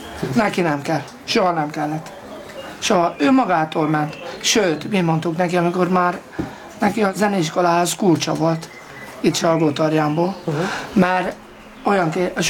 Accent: Nógrádszakál, Nógrád, Hungary; moved away; Mi Nógrád szakáliak vagyunk, faluról költöztünk be

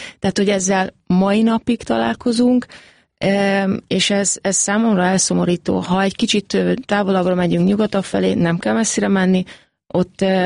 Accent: Hungary; moved away; Amikor ide hazajöttem, a saját hazámba, ahonnan származok

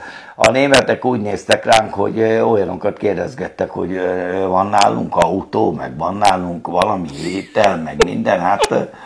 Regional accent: Hungary; Tehát abból induljunk ki, hogy magyar vagyok

